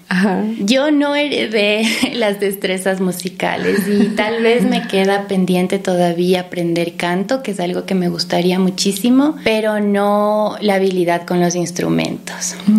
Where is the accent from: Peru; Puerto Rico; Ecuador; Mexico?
Ecuador; Quito, Pichincha; yo soy quiteña. Desde hace al menos 2 o 3 generaciones, tanto por lado paterno como materno, tenemos registros de que las abuelas, los abuelos nacieron y crecieron